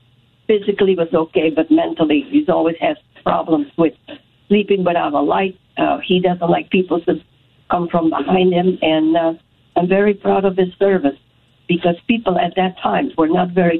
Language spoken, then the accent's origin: English; Belgium; now in United States; My brother and we are born and raised in Belgium.